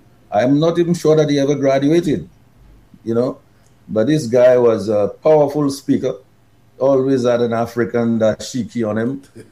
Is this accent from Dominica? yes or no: yes; Dominica; since when I was growing up in Dominica.